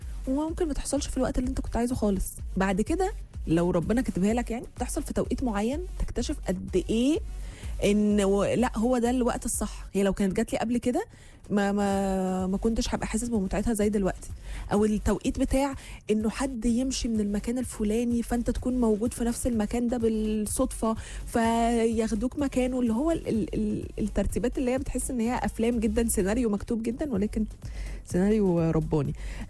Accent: Palestine; انا من فلسطين كل يوم بسمعكم الصبح في الشغل

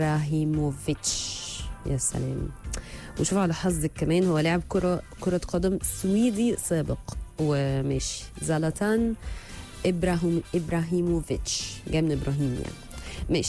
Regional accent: Egypt; بس كمصريه وكمشجعه وكعادي واحده من الناس الشعب العملاق ده

